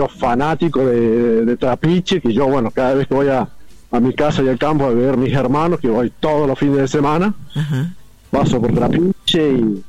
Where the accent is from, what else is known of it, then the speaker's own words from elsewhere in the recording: Los Tapiales, San Luis, Argentina; Soy de San Luis.